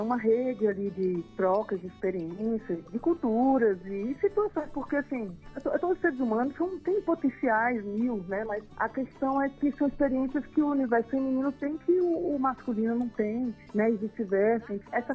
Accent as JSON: {"language": "Portuguese", "town": "Brasília", "region": "Federal District", "country": "Brazil", "said": "como eu sou aqui de Brasília, é uma cidade jovem"}